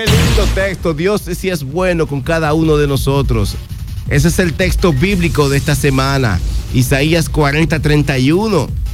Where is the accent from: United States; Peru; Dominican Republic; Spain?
Dominican Republic